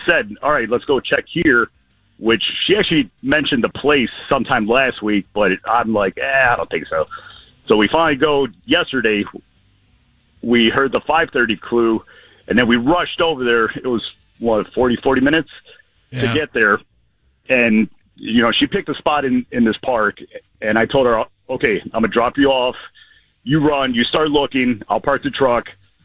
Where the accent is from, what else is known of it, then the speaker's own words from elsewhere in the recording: Lindenhurst, New York, United States; Lindenhurst.